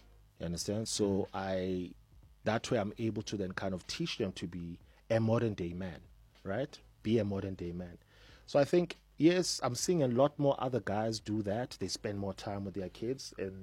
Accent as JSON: {"language": "English", "town": "Soweto", "region": "Gauteng", "country": "South Africa", "tie": "born or raised there", "said": "being a guy born and raised in Soweto"}